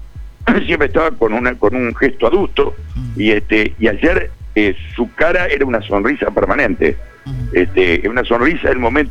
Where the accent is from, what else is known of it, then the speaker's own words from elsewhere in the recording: Uruguay; ¿de dónde sos vos? Yo de Uruguay.